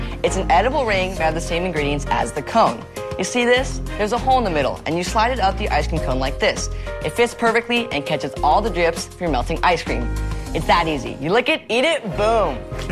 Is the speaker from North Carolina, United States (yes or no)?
no; Denver, Colorado, United States; We're both from Denver, Colorado